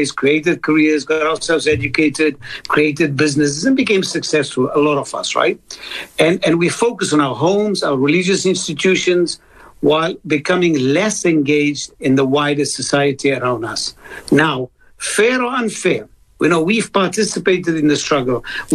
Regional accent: India; I was still being pigeonholed as an Indian Muslim.

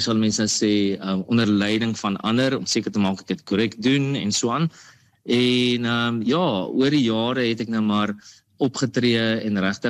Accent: Hartbeespoort, North West, South Africa; moved away as an adult; also born or lived in Vredendaal / Pretoria; now in Durbanville, South Africa; die laaste 10 jaar terug hier in die Weskaap, in Durbanville in die Kaap. Ek is oorspronklik gebore in Vredendaal, maar meeste van my grootword en skool definitief daar in Hartbeespoort deurgebring.

